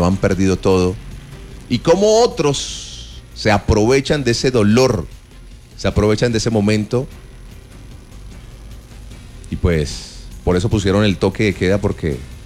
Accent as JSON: {"language": "Spanish", "region": "Cauca", "country": "Colombia", "said": "Vamos a unirnos como colombianos, vamos a unirnos como hermanos."}